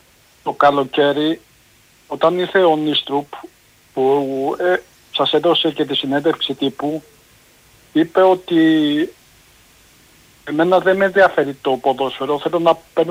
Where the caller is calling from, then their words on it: Amarynthos, Central Greece, Greece; από την Αμάρθο